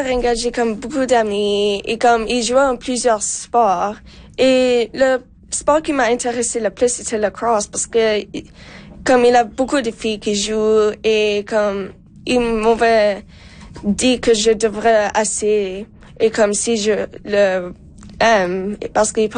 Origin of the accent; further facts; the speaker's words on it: Alberta, Canada; mais comme dans nous on est de Alberta, alors